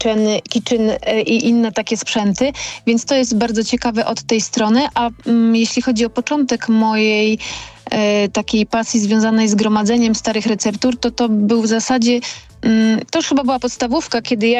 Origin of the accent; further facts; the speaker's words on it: Gdańsk, Pomeranian Voivodeship, Poland; jestem z Gdańska